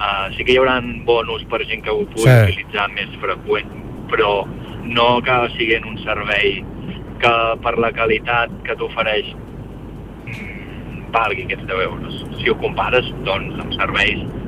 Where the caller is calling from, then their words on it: Catalonia, Spain; Perquè els que som de l'Empordà hi ha zones que és necessari tindre el cotxe.